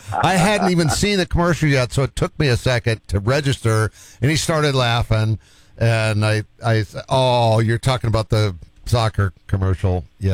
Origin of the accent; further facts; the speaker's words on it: Sherborn, Massachusetts, United States; also born or lived in Wellesley; I'm from a suburb of Boston. I'm from Sherbourne. I was born in Wellesley, but I say Boston.